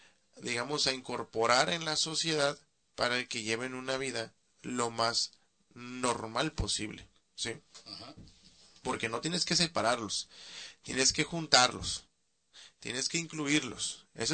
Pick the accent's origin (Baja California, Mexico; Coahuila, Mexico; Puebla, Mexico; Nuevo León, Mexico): Baja California, Mexico; los bajacalifornianos estamos buscando